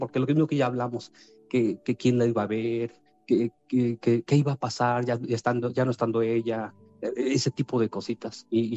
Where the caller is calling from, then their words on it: Tlaxcala, Mexico; Somos de Tlaxcala, por cierto.